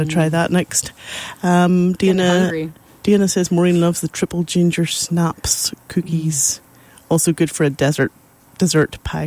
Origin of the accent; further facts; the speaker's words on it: Northern Ireland, United Kingdom; now in United States; As a Brit or Northern Irish person